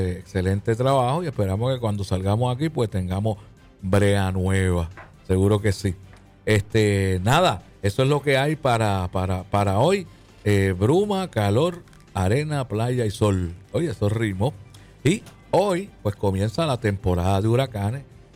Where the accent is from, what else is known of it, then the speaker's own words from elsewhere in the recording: Puerto Rico; y somos boricuas